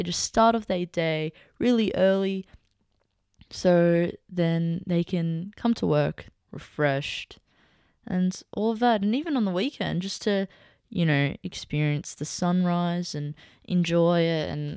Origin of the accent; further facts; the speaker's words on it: Sydney, New South Wales, Australia; we're from Sydney